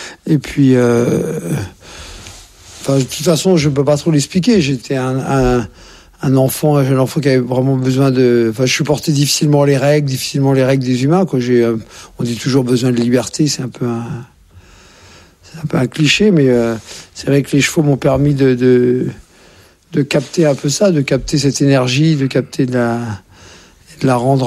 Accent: Courbevoie, Île-de-France, France; born there

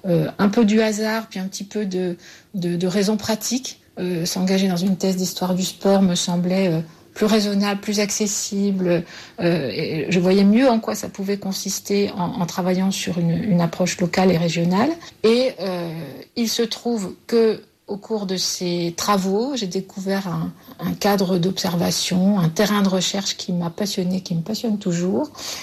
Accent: Chalon-sur-Saône, Bourgogne-Franche-Comté, France; Je suis originaire de Chalon-sur-Saône, comme tous les membres de ma famille, en fait, mes grands-parents, etc. Donc il y a un fort ancrage chalonnais

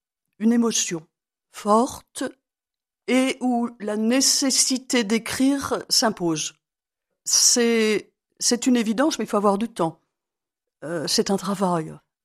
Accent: Angers, Pays de la Loire, France; moved away; La figure du roi René, du bon roi René, comme on l'appelle à Angers, relie la Provence à mon Anjou natal. Je suis née à Angers.

